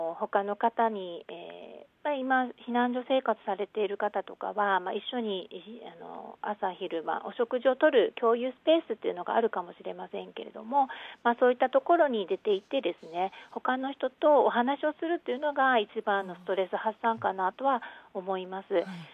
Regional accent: Kumamoto, Japan; moved away; 私が熊本の出身でして

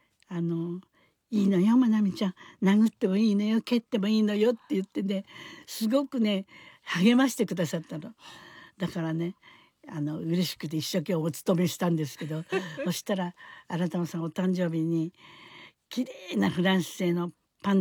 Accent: Izu, Shizuoka, Japan; 私は伊豆の人間なので

